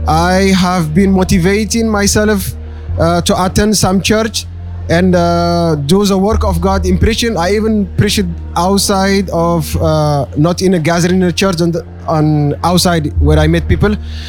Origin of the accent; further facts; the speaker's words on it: Eritrea; now in Germany; Originally, I'm from Eritrea, but I reside in Germany. So I come from Germany